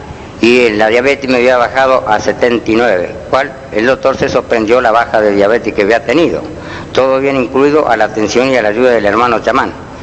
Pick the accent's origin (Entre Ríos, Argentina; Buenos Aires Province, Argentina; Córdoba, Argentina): Entre Ríos, Argentina; Paraná; yo soy de Paraná, vivo en, soy de acá de Paraná